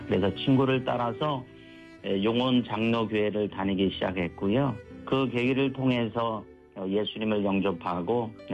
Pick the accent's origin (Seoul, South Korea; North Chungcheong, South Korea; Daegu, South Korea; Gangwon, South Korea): North Chungcheong, South Korea; Chungju; now in Bucheon, South Korea; 고향이 충북 충주입니다. 저희 고향은 아섭산이라고 하는 해발 710m 정도 되는 상촌에서 살았습니다.